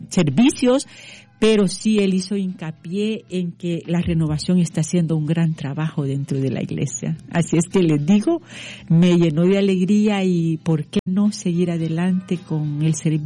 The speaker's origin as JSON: {"language": "Spanish", "country": "El Salvador", "moved": "as an adult", "lives_now": "United States", "said": "decidí venirme de mi país, soy del Salvador, mis hermanos, decidí venirme para acá, junto con mis hijos"}